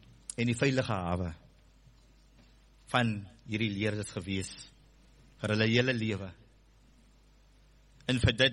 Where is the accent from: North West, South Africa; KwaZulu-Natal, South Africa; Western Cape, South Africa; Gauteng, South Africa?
Western Cape, South Africa; Heidelberg; Ek kom van Noordkaap, ek kom van Hessekwa, Heidelberg, Slangrivier, terug Oudtshoorn toe.